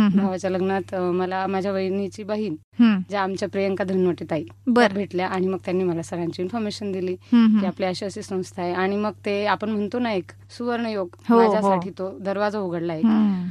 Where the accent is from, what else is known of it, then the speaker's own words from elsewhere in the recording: Wajirkhed, Maharashtra, India; moved away as an adult; now in Malegaon, India; मी मूळची मालेगाव पासून 6 किलोमीटरवर माझं माहेरी वजीरखेड म्हणून.